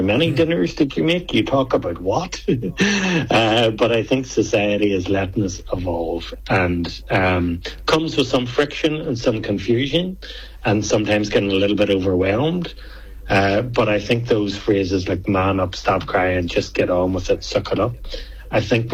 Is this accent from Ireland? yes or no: yes; Ireland; moved away as an adult; now in Australia; I've lived in Australia for 20 years. I'm Irish, obviously.